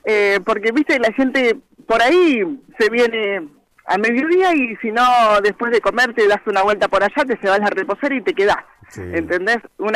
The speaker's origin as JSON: {"language": "Spanish", "area": "Ramallo", "region": "Buenos Aires", "country": "Argentina", "said": "estar en el Paraíso, aquí en el partido de Ramallo, que amo tanto a mi pueblo"}